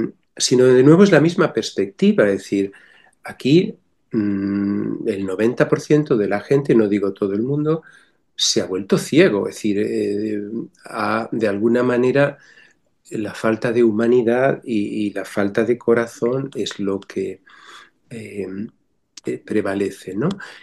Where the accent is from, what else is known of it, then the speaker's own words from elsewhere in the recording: Extremadura, Spain; Soy extremeño profundo, pero no se nota.